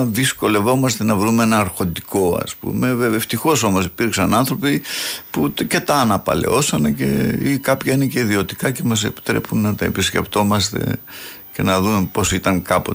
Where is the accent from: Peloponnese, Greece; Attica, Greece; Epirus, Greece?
Epirus, Greece; Arta; στην Άρτα, ας πούμε, στην πατρίδα μου